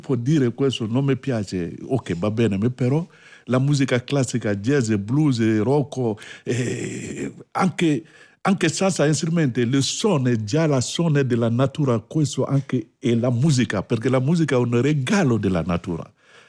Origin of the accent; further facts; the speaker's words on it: Mali; born there; Italian is a second language; Io è vero che sono nato a Mali da una famiglia griot, io sono griot, vivo con la mia cultura e la mia tradizione.